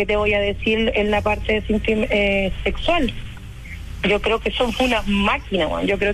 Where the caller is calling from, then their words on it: Puerto Varas, Los Lagos, Chile; aquí yo soy de Puerto Vara